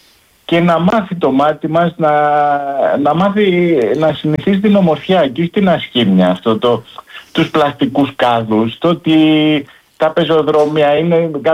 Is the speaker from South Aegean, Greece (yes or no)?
yes; Rhodes, South Aegean, Greece; Ως ροδίτης.